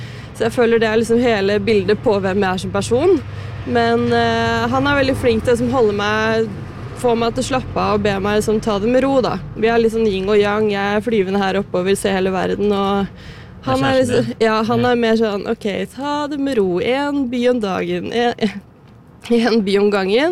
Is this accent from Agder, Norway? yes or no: no; Flisa, Innlandet, Norway; Jeg er fra Flisa, midt mellom Elverum og Kongsvinger, og så har jeg havnet i byen da.